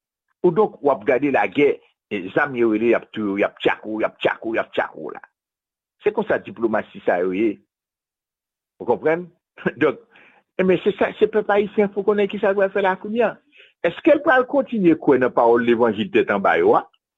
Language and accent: French; Haiti; nous avons supporté Haïti, nous avons supporté, nous venons d'Haïti